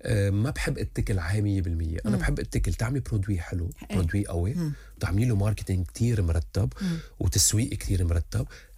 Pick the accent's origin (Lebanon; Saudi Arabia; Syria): Lebanon; moved away as an adult; also born or lived in Dubai / Istanbul; لما كنت أقول لهم لبناني